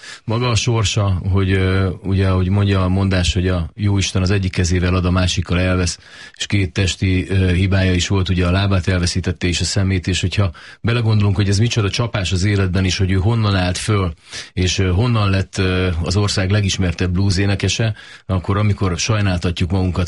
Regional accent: Borsod-Abaúj-Zemplén, Hungary; én egy vidéki srác vagyok, én Borsodból származom, és nem véletlen vágyom oda, talán még napjainkban is vissza. mert amikor hazamegyek az én kis falumba

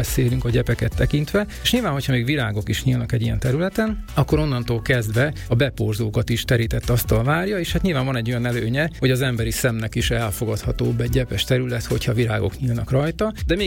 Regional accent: Debrecen, Hajdú-Bihar, Hungary; Én Debrecen egyik lakótelepén nőttem fel

